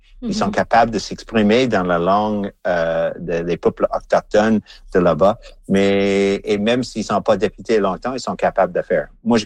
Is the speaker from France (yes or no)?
no; Canada; Je parle de tuk, je suis Canadien.